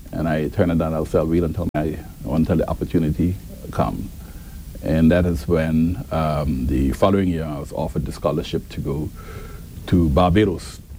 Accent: Cockburn Town, Grand Turk, Turks & Caicos Islands; born there; also born or lived in Providenciales; I lived right down the road right here. On Good Street, I grew up on Good Street. I was welcomed by my Good Street community. They actually calling me … because that's where they know me from.

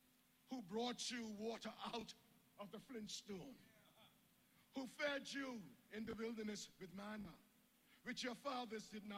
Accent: Cockburn Town, Grand Turk, Turks & Caicos Islands; I could remember growing up in Grand Turk with Miss Sophia.

